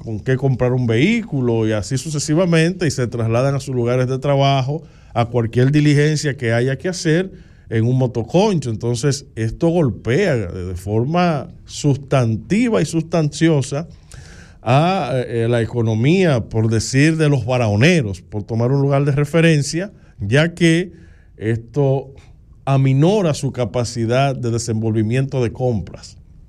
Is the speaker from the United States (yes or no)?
no; Dominican Republic; Nosotros como República Dominicana